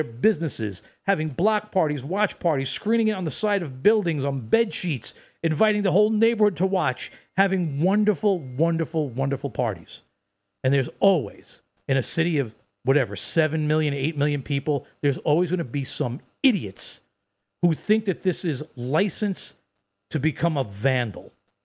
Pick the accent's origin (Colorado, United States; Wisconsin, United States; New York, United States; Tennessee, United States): New York, United States; New York City; my hometown of Brooklyn